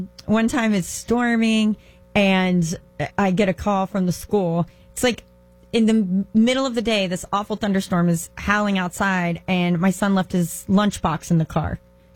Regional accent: Indiana, United States; now in Florida, United States; here in Florida, we talk about hurricanes, but I grew up in Indiana

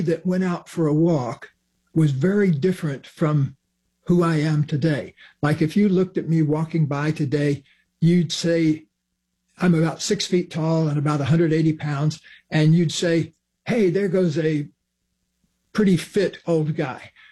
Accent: the South, United States; I had the great good fortune of growing up in the South next door to my grandmother

